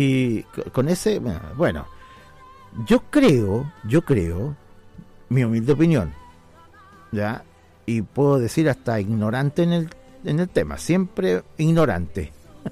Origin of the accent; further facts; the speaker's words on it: Chile; O sea, debe preocuparnos como ciudadanos chilenos, debe preocuparnos.